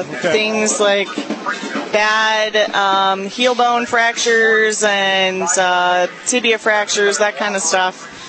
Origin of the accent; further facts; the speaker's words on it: Effingham, Illinois, United States; moved away as an adult; also born or lived in Seattle; now in Springfield, United States; I am from Effingham, Illinois, but I have Crossroads of America. I have been fortunate to call Springfield my home, though, for almost 10 years.